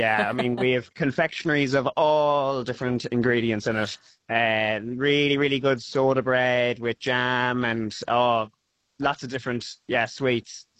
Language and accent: English; Connacht, Ireland; I'm from County Sligo. It's kind of on the west coast of Ireland. Looking at America.